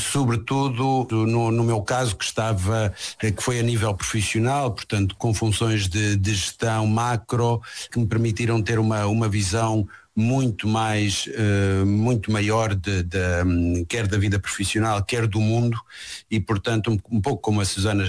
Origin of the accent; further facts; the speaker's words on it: Aveiro, Portugal; moved away as an adult; also born or lived in Lisbon; eu saí de Aveiro e quando regressei a Portugal regressei para Lisboa